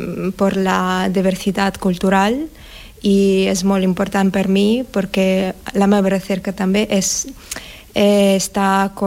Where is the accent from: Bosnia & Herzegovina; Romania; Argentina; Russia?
Russia; Catalan is a second language; moved away as an adult; now in Barcelona, Spain; soc de Rússia.